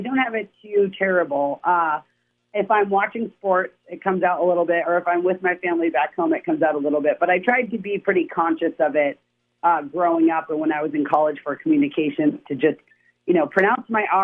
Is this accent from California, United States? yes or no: no; Massachusetts, United States; So I'm from Massachusetts. I'm an unabashed New England sports fan.